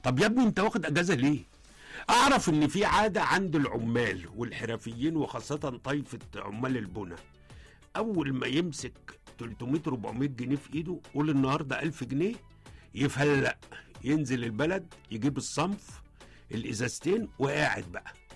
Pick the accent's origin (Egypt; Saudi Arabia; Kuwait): Egypt; احنا كمصريين